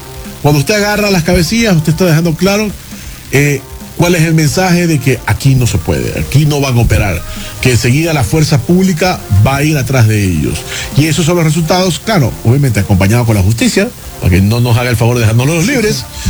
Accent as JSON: {"language": "Spanish", "country": "Ecuador", "said": "todos somos ecuatorianos."}